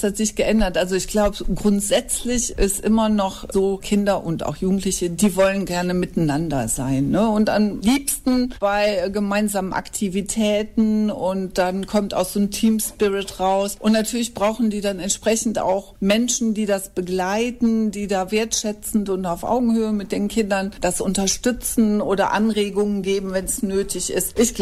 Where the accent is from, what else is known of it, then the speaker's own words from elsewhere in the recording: Wipperfürth, North Rhine-Westphalia, Germany; born there; Ich bin auch hier in Wipperfürth geboren und deshalb hier auch eng mit der Stadt verbunden, war dann zwischendurch mal unterwegs